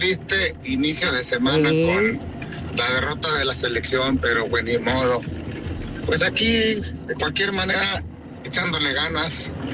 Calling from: Morelos, Mexico; Yo te escucho de Morelos, Chula. Yo soy de Morelos.

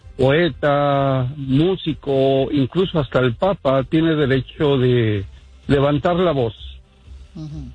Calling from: Chicago, Illinois, United States; Good morning, de aquí de Chicago

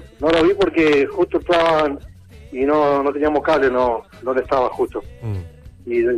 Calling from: Isidro Casanova, Buenos Aires Province, Argentina; Isidro Casanova.

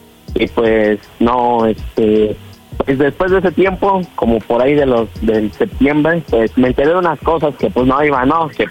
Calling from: Mexico City, Mexico; Tengo 25 años y soy de aquí, de la Ciudad de México.

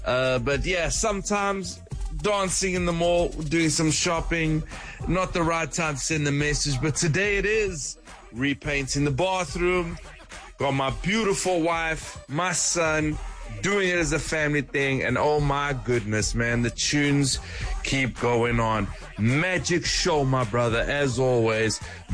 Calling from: Portugal; here from Portugal.

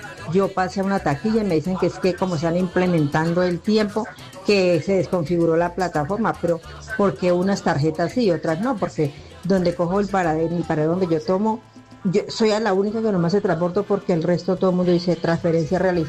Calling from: Bogotá, Colombia; acá, desde el barrio Quintal, localidad de Kenia

